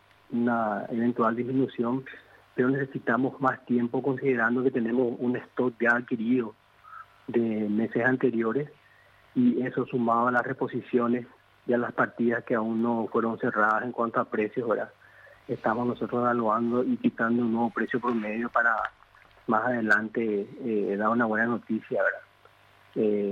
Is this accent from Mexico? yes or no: no; Paraguay; Como todo paraguayo, siempre estamos pendientes de la selección, ¿verdad?